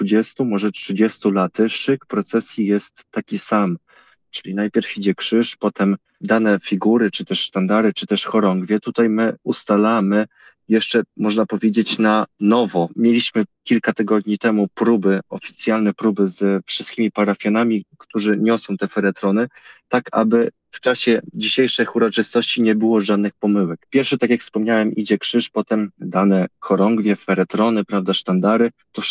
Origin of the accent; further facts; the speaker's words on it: Myszyniec, Masovian Voivodeship, Poland; u nas w Myszyńcu nie.